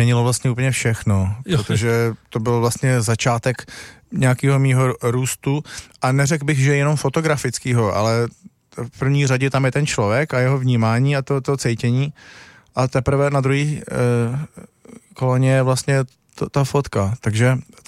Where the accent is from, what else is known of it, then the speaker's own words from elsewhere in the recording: Bohemia, Czechia; No, no tak já řeknu ne. A oni, a odkud teda seš? No, tak jsem z Čech.